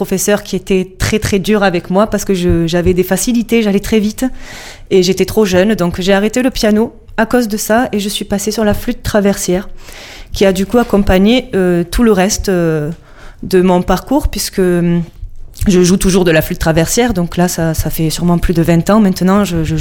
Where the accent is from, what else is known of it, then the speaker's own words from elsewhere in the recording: Marseille, Provence-Alpes-Côte d'Azur, France; accent: Marseille accent, with Italian resonances; Je suis marseillaise.